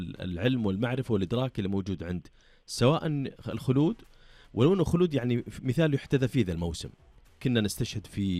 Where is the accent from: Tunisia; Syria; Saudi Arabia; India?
Saudi Arabia